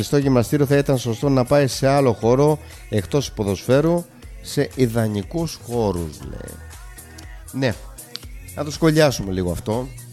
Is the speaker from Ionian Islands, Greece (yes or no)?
yes; Zakynthos, Ionian Islands, Greece; εμείς οι Ζακυνθινοί πολίτες, να το γενικεύσω λίγο, εμείς που ζούμε σε αυτό το νησί